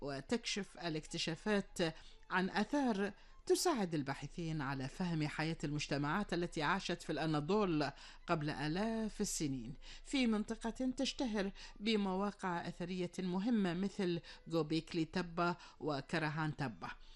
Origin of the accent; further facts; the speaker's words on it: Kuwait; تحياتنا وتقديرنا واحترامنا لكل رجالات الداخلية وهم يسعون لفرض الأمن والأمان في ديرتنا الحبيبة الكويت